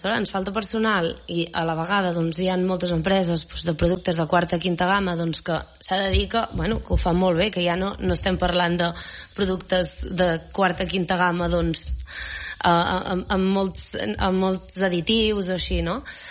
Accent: Catalonia, Spain; I clar, jo soc catalana, llavors... El meu tarannà de cuinar sempre és de cuina catalana, no?

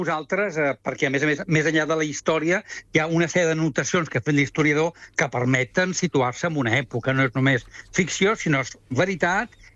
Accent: Reus, Catalonia, Spain; I molt content de parlar de Gaudí, esclar que sí. I com a reusenc, encara més.

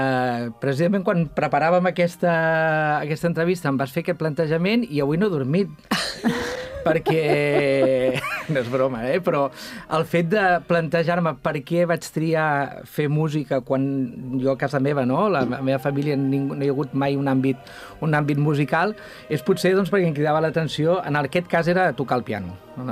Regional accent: Granollers, Catalonia, Spain; Jo soc de Granollers

